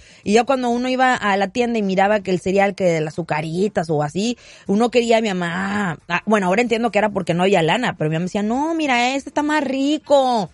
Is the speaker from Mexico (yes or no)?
yes; Mexico; now in United States; tú y yo somos mexicanos